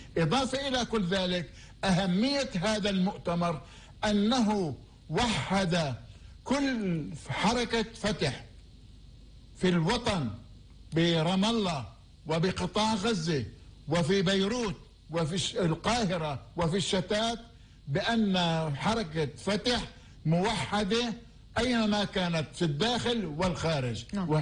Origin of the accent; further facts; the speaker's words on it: Palestine; ونحن كفلسطينيين